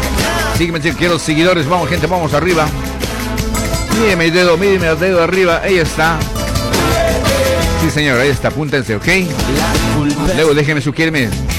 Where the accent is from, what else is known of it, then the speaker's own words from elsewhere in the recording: La Paz, Bolivia; now in Buenos Aires, Argentina; Yo soy boliviano, pero radico acá en Argentina, Buenos Aires. Por cierto, soy paseño, sí.